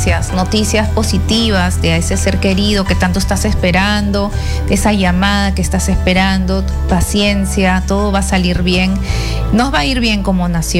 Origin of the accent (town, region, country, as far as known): Peru